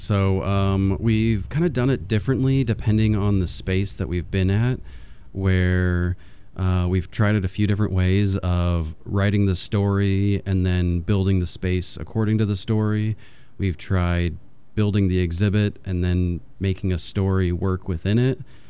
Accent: Utah, United States; I always call it the Southtown Mall, but that's because I grew up in Utah.

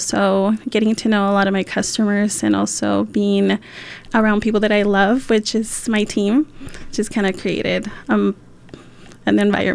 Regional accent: Utah, United States; I was raised in Utah County

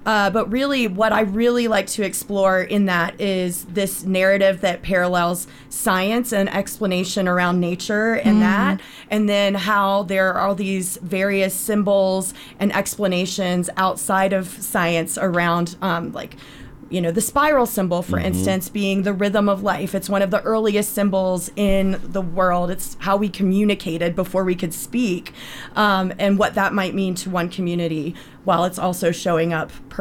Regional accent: Charlotte, North Carolina, United States; also born or lived in Ohio; And I am from North Carolina and from Charlotte.

